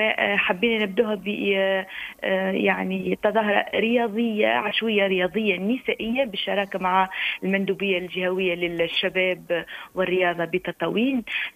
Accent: Tunisia; عندنا في تونس

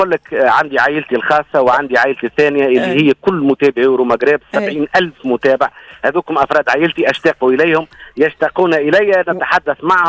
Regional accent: Tunisia; moved away; البلد الأم اللي هي بلادنا تونس

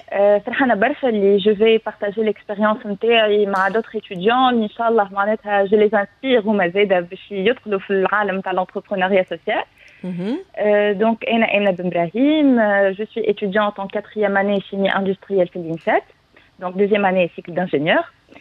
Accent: Tunisia; اللي عندنا في تونس

